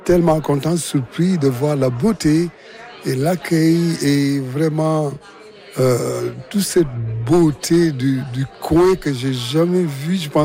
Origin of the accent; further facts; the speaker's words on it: Senegal; moved away as an adult; now in Canada; je suis originaire du Sénégal et puis ça fait 25 ans que je vis au Canada.